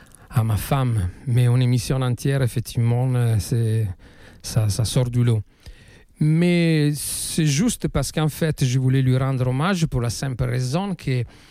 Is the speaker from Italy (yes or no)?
yes; Milan, Lombardy, Italy; now in Bordeaux, France; On a grandi, elle ici à Bordeaux, moi à Milan, les mêmes territoires musicaux depuis toujours, en fait, disons depuis début années 80 pour elle, pour moi un peu plus tôt, fin années 70.